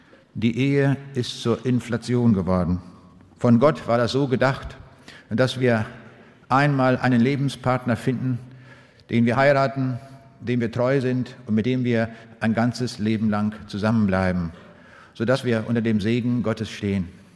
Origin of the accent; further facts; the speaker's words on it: Braunschweig, Lower Saxony, Germany; Ich komme aus der Stadt Braunschweig und in Braunschweig lebt ein Herzog mit dem Namen Heinrich der Löwe